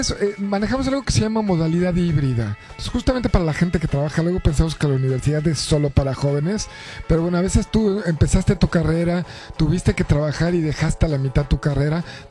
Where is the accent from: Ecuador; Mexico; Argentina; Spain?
Mexico; Cuernavaca, Morelos; Yo, por ejemplo, soy de Cuernavaca, que tenía una banda.